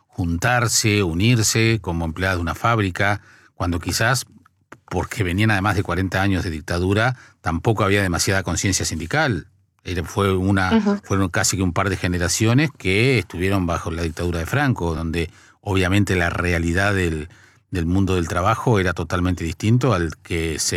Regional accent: San José, Uruguay; yo soy de San José, el departamento que está a 100 kilómetros de Montevideo

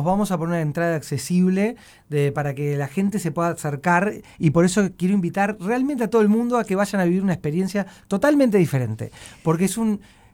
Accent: Uruguay; moved away; soy re uruguayo.

